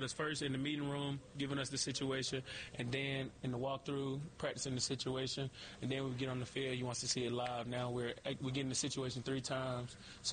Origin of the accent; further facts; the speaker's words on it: Jacksonville, Florida, United States; Yeah, I go back to my hometown, man. Yeah. Jacksonville, that's where I got drafted